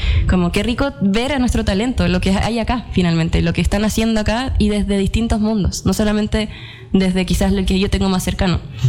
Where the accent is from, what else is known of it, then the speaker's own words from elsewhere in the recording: Concepción, Biobío, Chile; also born or lived in Los Ángeles, Chile; yo que nací en Los Ángeles, criada acá en Concepción